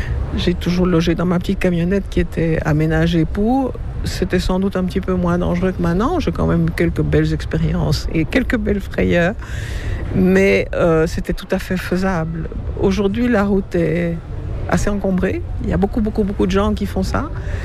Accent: Belgium; born there; Alors, je suis née en Belgique, un petit peu par accident, je crois, parce qu'une très grande partie de ma famille est argentine.

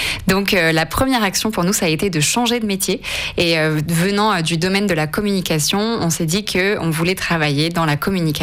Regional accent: Auvergne-Rhône-Alpes, France; moved away as an adult; now in Paris, France; je viens d'une famille de sportifs à la montagne, donc je viens du Vercors, c'est au-dessus de Grenoble

